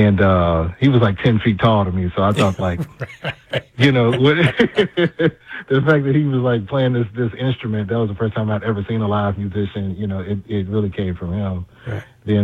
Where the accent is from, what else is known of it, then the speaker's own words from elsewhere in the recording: Gary, Indiana, United States; Born 1980 in Gary, Indiana.